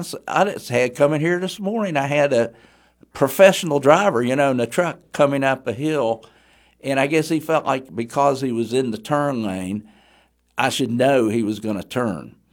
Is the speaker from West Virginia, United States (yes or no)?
yes; Huntington, West Virginia, United States; of course, I grew up in the Huntington area